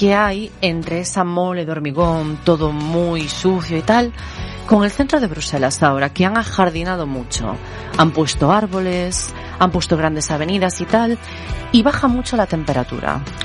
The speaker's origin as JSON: {"language": "Spanish", "region": "Galicia", "country": "Spain", "said": "hay muchas cosas de las que hay que estar muy orgulloso, como español y como gallego también."}